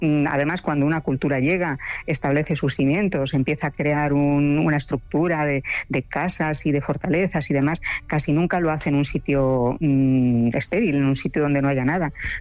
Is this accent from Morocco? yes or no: no; Madrid, Community of Madrid, Spain; born there; A mí ya me han catalogado como una granadina nacida en Madrid, pero no puedo saber por qué.